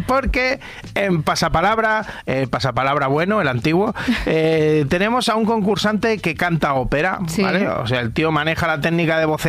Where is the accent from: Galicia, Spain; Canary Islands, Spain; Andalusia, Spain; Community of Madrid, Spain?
Galicia, Spain; Que soy gallego yo.